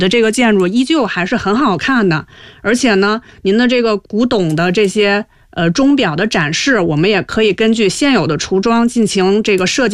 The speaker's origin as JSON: {"language": "Chinese", "region": "Beijing", "country": "China", "tie": "born or raised there", "said": "我也是北京长大的小孩呀"}